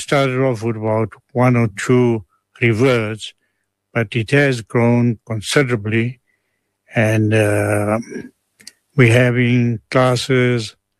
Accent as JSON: {"language": "English", "town": "Johannesburg", "region": "Gauteng", "country": "South Africa", "tie": "born there", "also_born_or_lived": "Egypt", "moved": "as an adult", "said": "I was born in Johannesburg, to be more precise, Kliptown. And I grew up in a family of 12 children"}